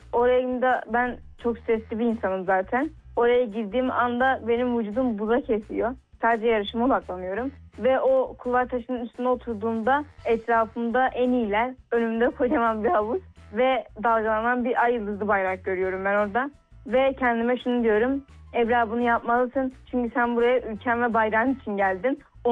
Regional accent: Gaziantep, Turkey; born there; 2010 Gaziantep doğumluyum.

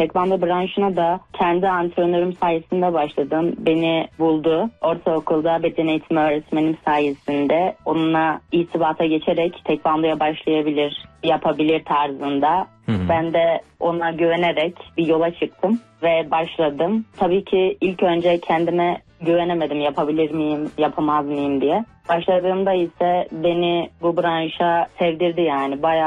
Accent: Bor, Niğde, Turkey; born there; 2005 Niğdebor doğumluyum.

